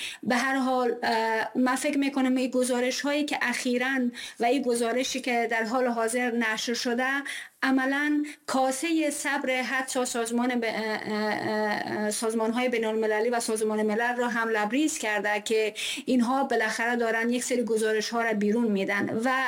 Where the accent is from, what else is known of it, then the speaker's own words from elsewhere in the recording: Afghanistan; ماهایی که اهل افغانستان هستیم